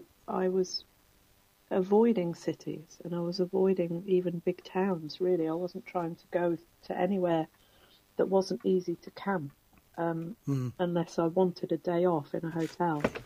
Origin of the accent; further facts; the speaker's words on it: Newtown, Wales, United Kingdom; my hometown of Newtown